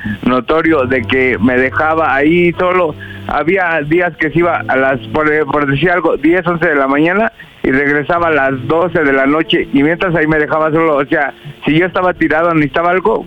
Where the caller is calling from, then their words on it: Mexico City, Mexico; tengo 43 años y soy de la Ciudad de México, alcaldía Miguel Hidalgo.